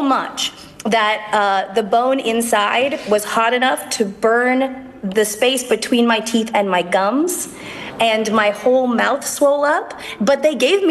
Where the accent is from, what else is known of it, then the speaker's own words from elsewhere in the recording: Canada; No, so, and I'm Canadian, so it's even worse.